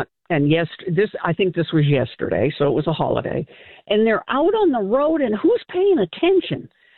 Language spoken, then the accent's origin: English; Massachusetts, United States; moved away; I grew up just outside of Boston